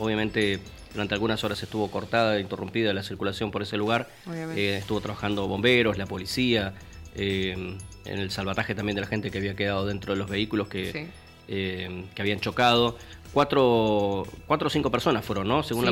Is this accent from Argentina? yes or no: yes; Argentina